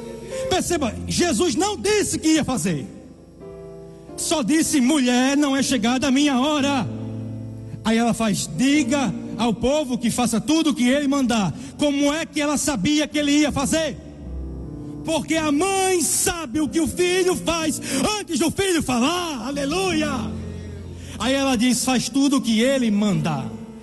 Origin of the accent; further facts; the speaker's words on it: Northeast Region, Brazil; eu não sou americano, eu sou nordestino